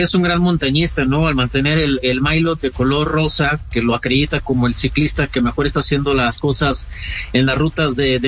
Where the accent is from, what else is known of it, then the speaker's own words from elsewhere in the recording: Mexico; y eso creo que, pues bueno, como mexicano, cuando yo escucho a un experimentado Richard Carapaz